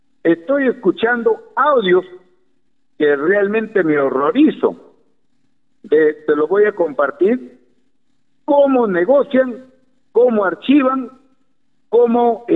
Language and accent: Spanish; Olmos, Lambayeque, Peru; yo he venido a luchar por mi pueblo.